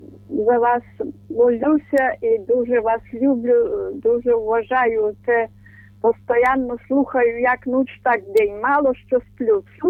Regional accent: Kyiv, Ukraine; я з Києва, у Києві живу.

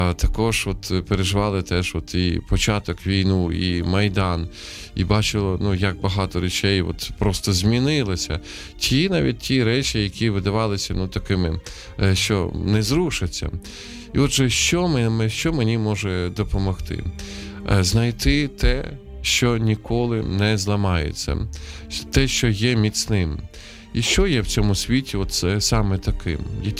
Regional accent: Sumy, Sumy Oblast, Ukraine; moved away; з моїх рідних Сум

